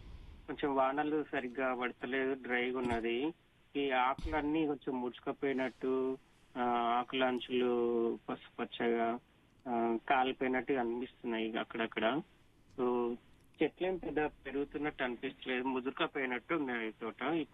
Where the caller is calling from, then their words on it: Mahbubnagar, Telangana, India; మేము మహబూబ్నగర్ నుంచి మాట్లాడుతున్నాం.